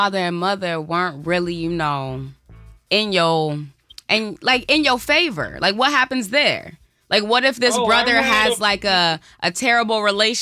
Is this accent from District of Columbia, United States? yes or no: yes; Washington, District of Columbia, United States; now in Detroit, United States; I'm not originally from Detroit. I'm from D.C. But my family, my core family, is from South Carolina.